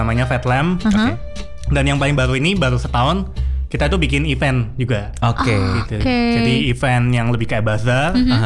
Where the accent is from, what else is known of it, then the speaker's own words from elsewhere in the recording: Malang, East Java, Indonesia; moved away as an adult; now in Jakarta, Indonesia; jadi aku asli Malang.